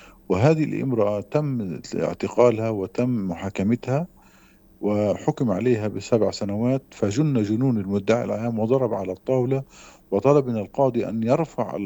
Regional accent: Palestine; أنا كإنسان فلسطيني

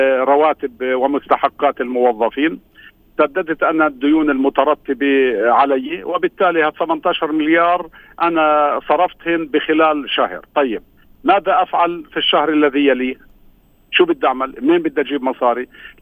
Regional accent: Palestine; إحنا كفلسطينيين

